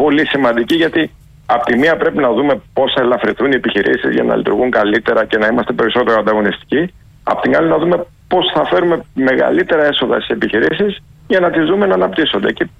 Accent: Greece

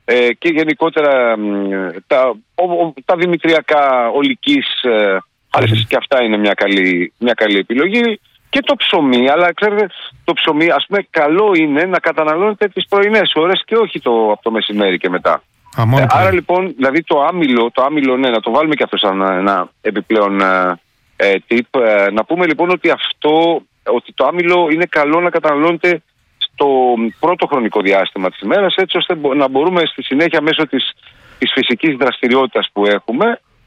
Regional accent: Greece; η πατρίδα μας, η Ελλάδα

